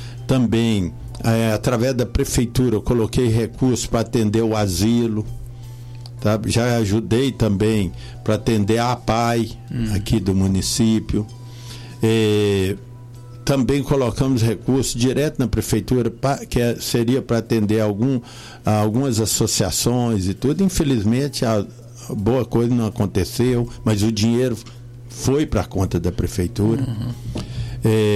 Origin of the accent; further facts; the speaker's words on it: Carbonita, Minas Gerais, Brazil; Eu sou lá de outra região, que é muito distante daqui, né? Eu sou lá do Vale do Jequitinhonha. Sou de uma cidade pequenininha que chama Carbonita.